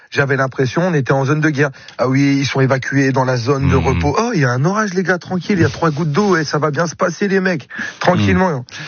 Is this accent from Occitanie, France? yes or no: no; Hauts-de-France, France; on est presque chez nous en Picardie.